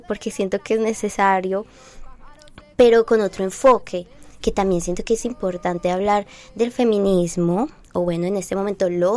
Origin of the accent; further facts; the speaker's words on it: Medellín, Antioquia, Colombia; born there; Yo nací en Moravia, mi familia creció allí, se enraizó allí, todavía hay muchos familiares que viven en este lugar